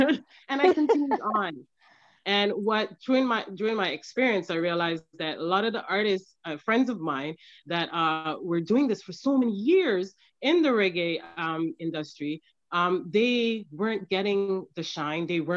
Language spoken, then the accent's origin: English; St. Vincent & Grenadines; also born or lived in Jamaica; from St. Vincent and the Grenadines.